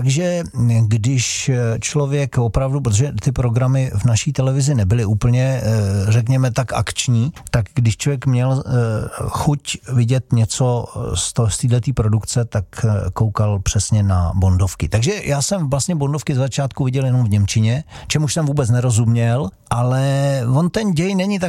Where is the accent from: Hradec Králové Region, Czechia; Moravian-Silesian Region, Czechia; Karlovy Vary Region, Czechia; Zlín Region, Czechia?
Karlovy Vary Region, Czechia; Karlovy Vary; protože jak jsem i říkal, jsem z Karlových Varů původně